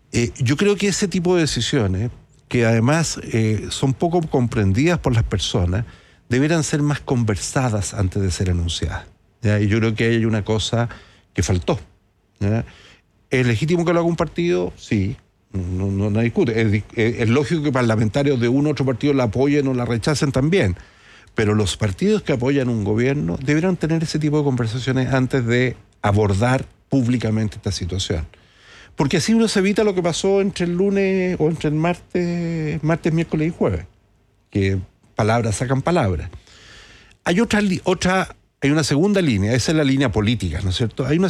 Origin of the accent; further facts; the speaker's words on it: Santiago, Santiago Metropolitan Region, Chile; No sé, yo soy de Santiago, pero me tocó visitar mucho las regiones cuando yo era autoridad.